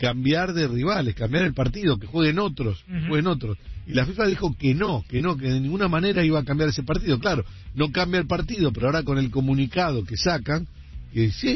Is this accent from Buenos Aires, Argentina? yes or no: yes; Buenos Aires, Argentina; no es mi tierra, yo soy de Buenos Aires, ya le dije, yo soy porteño.